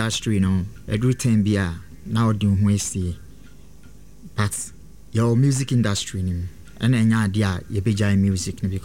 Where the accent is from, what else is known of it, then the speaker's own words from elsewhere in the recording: Kumasi, Ashanti, Ghana; But I was born and raised in Kumasi.